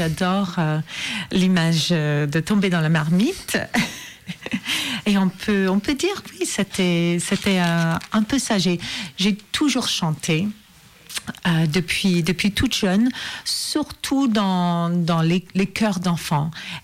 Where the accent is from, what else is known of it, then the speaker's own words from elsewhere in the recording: Regina, Saskatchewan, Canada; moved away; Je suis canadienne. Je suis canadienne et je viens des prairies du Canada. Donc, il fait chaud l'été, il fait très froid l'hiver, c'est tout plat. Il y a beaucoup d'agriculture en Saskatchewan.